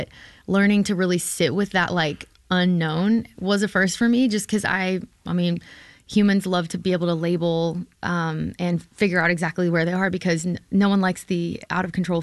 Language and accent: English; Golden, Texas, United States; a sign in my hometown, this little tiny town in East Texas. And the sign said, Golden, Texas, which is the town, somewhere in the middle of nowhere.